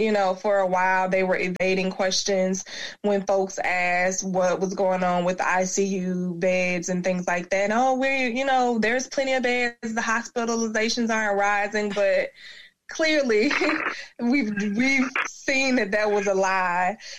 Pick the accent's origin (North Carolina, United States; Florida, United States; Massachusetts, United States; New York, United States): Florida, United States; Jacksonville; born there; I was born in Florida, in Jacksonville, of all places, on the northwest side of town, where we're often neglected and things like that.